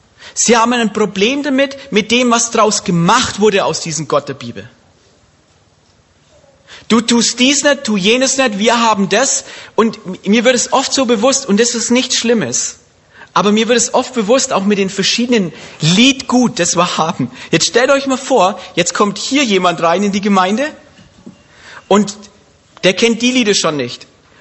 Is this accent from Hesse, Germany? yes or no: no; Bavaria, Germany